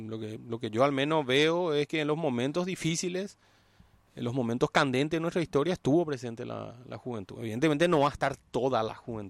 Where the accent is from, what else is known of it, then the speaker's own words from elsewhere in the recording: Paraguay; nos acostamos como españoles, el lunes 15 somos ya paraguayos, ya asumimos que somos paraguayos.